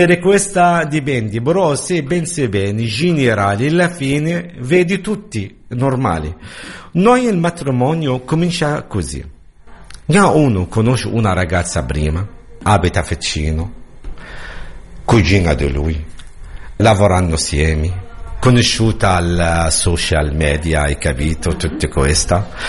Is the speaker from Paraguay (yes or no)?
no; Jabalia, Gaza Governorate, Palestine; Italian is a second language; moved away as an adult; now in Italy; Io vengo di Gaza, proprio di nord di Gaza, campo di Jabalia. Sono 49 anni.